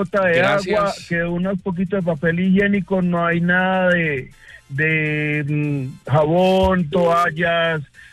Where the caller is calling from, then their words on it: Caldas, Antioquia, Colombia; de Caldas.